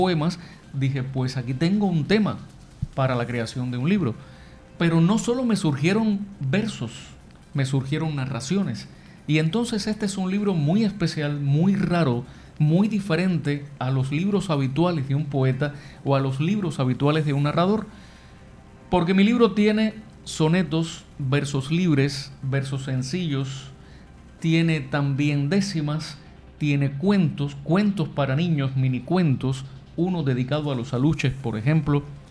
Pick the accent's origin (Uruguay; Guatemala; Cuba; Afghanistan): Cuba; se escuchaba también mucho en mi país